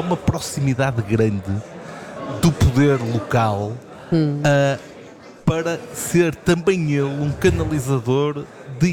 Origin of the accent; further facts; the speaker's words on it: Minho, Portugal; eu sendo minhoto